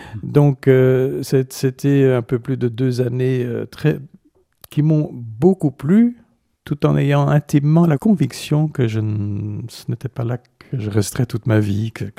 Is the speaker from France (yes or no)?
no; Antwerp, Flanders, Belgium; Mais de fait, après mon service militaire, je suis resté dans ma ville natale et.